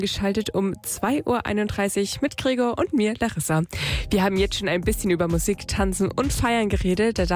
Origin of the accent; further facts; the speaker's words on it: Thuringia, Germany; Ich komme aus Thüringen